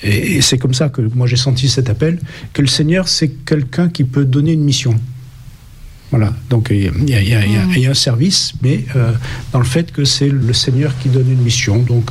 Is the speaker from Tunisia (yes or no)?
no; Montpellier, Occitanie, France; born there; Je suis né à Montpellier, qui est la ville d'origine de la famille, mais j'y suis né pendant les vacances, et j'y ai en fait jamais habité